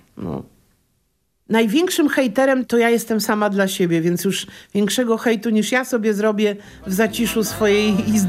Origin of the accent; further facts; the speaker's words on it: Warsaw, Masovian Voivodeship, Poland; accent: Warsaw dialect; Używam gwary warsiaskiej i wymowy warsiaskiej, no bo jestem warszawianką.